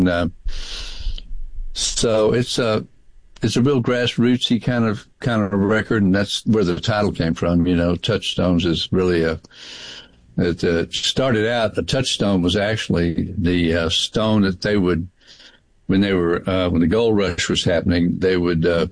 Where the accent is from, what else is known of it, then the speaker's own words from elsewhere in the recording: Houston, Texas, United States; now in San Marcos, United States; born and raised in Houston in the flatlands, you know, being up here in Austin area, in the Hill Country area, we're in San Marcos now.